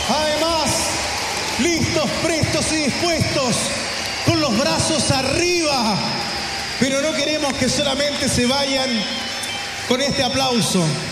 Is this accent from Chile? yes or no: yes; Chile